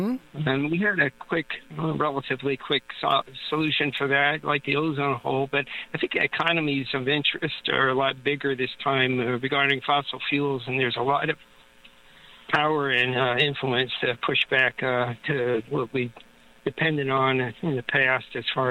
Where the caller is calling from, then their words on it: Colorado, United States; We're up on Lake Superior here, visiting from Colorado with our sailboat.